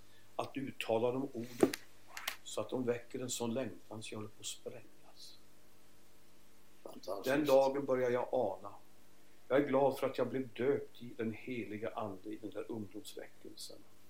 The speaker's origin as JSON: {"language": "Swedish", "region": "Örebro County", "country": "Sweden", "tie": "born or raised there", "said": "Närke, det här är min hembygd. Vi sitter här i Närke nu, mina hembygder."}